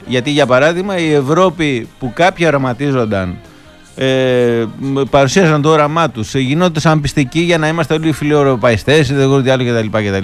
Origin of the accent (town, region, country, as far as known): Greece